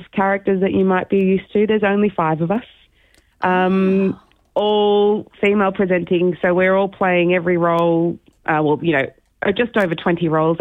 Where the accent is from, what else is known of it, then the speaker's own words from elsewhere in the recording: Geelong, Victoria, Australia; moved away as an adult; also born or lived in Melbourne; now in Brisbane, Australia; I'm originally from Geelong and lived in Melbourne for a long time, but I actually live in Brisbane now.